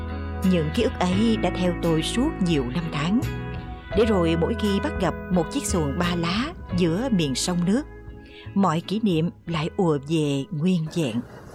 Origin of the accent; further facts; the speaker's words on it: Mekong Delta, Vietnam; Tôi không sinh ra ở Nam Bộ, nhưng tuổi thơ của tôi lại lớn lên ở nơi đây. Và cũng như nhiều đứa trẻ miền Tây ngày ấy, tuổi thơ của tôi gắn với những dòng sông nhiều hơn những con đường.